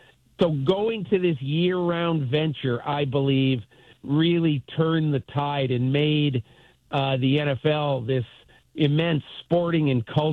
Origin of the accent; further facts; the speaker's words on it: Connecticut, United States; Now, I grew up in White Bread, Connecticut. And, you know, I had maybe four, five, six black families in my town where I lived.